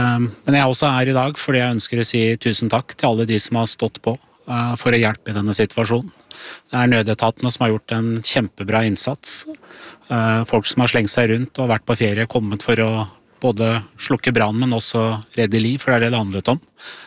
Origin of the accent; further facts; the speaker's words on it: Drammen, Buskerud, Norway; så kommer jeg jo fra Drammensområdet selv, så jeg kjenner jo mange som bor i et område som også har mistet sitt hjem.